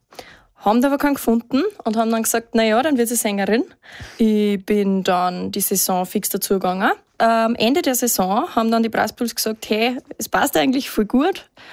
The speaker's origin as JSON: {"language": "German", "town": "Rainbach im Innkreis", "region": "Upper Austria", "country": "Austria", "tie": "born or raised there", "moved": "as an adult", "lives_now": "Linz, Austria", "said": "Ich komme eigentlich aus Rheinbach im Innkreis, gehört schon zum Sauerland dazu, ist ein Randgebiet. Und ja, bin dort aufgewachsen, bin dann mit 18 für mein Musikstudium nach Linz gezogen."}